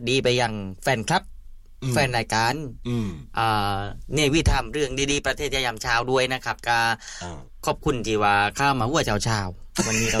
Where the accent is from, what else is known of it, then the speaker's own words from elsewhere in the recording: Southern Thailand, Thailand; ผมนี่เป็นคนใต้